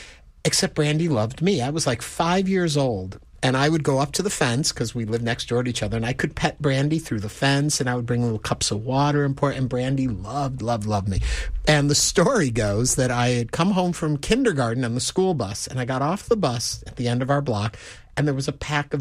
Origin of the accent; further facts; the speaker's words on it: New York, United States; on the East Coast, upstate New York, and we have the second least amount of sun in our town in any city in the country outside of Seattle, Washington.